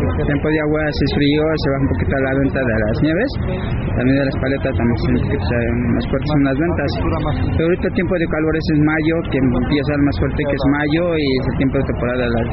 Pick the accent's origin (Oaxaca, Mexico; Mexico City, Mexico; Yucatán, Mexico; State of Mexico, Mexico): State of Mexico, Mexico; Toluca; first language Otomi; Spanish is a second language; now in Cuernavaca, Mexico; Originario soy de Toluca, de Temoy, estado de México, San Luis Mañana también. Y hecho es originario de allá donde he nacido.